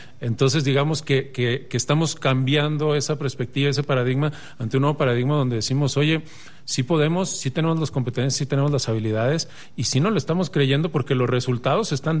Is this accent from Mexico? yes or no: yes; Mexico; la identidad como mexicanos.